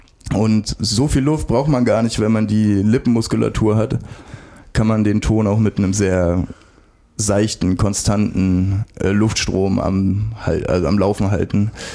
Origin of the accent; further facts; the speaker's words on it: Cottbus, Brandenburg, Germany; moved away as an adult; now in Erfurt, Germany; Ich komme ursprünglich aus Cottbus und bin jetzt vor 5 Monaten nach Erfurt gezogen.